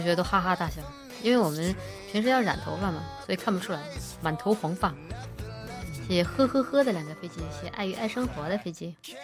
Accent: Sichuan-Chongqing, China; 就我家乡川渝地区嘛

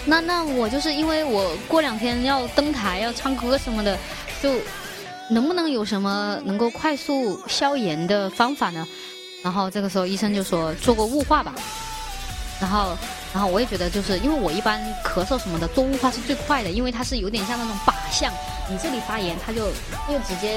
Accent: Chongqing, China; accent: Chongqing dialect; 用我们重庆话来说

